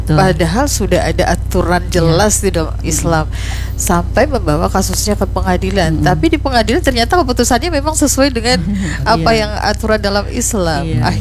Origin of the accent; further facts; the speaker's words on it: South Kalimantan, Indonesia; Kan kita orang Banjar ini rasa ada petakut gitu.